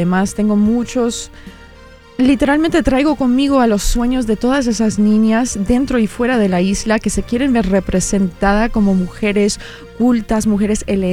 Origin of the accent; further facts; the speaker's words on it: Miami, Florida, United States; born there; yo nací en Miami, pero mi familia proviene de La Habana.